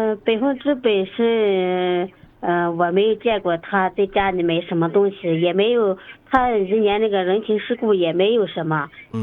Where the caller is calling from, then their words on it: Yinchuan, Ningxia, China; 我们是银川的。